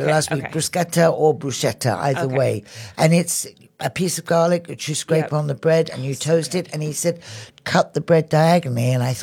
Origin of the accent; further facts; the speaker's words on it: England, United Kingdom; it was a treat when I was a kid growing up in England to have pineapple at Christmas.